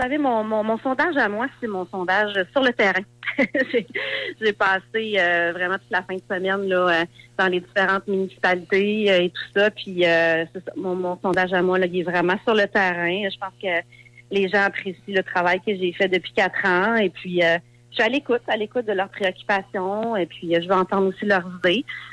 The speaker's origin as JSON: {"language": "French", "town": "Rivière-du-Loup", "region": "Quebec", "country": "Canada", "tie": "born or raised there", "also_born_or_lived": "Cabano, Témiscouata", "said": "Je suis née à Rivière-du-Loup. J'ai vécu à Rivière-du-Loup. Ma famille vient d'ici."}